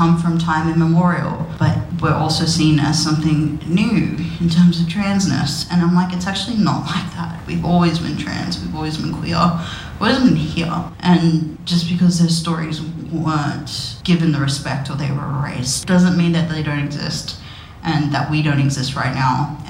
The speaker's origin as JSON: {"language": "English", "town": "Yarrabah", "region": "Queensland", "country": "Australia", "said": "I'm from Yarrabah."}